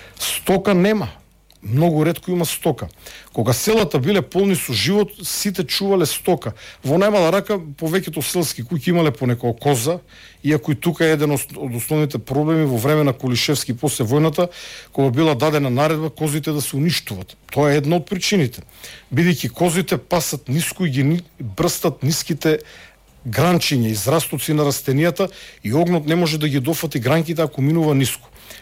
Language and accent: Macedonian; Štip, Eastern, North Macedonia; отидете во Штип над моето мало, каде што сум роден и живее во младоста